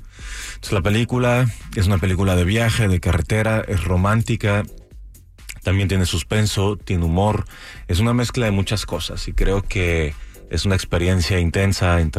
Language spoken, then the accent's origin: Spanish; Tijuana, Baja California, Mexico; Muchas gracias. Y soy de Tijuana, además.